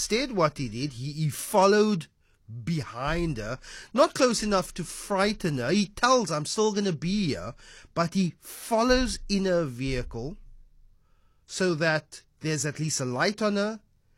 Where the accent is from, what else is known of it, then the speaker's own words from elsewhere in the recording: South Africa; I am a South African man.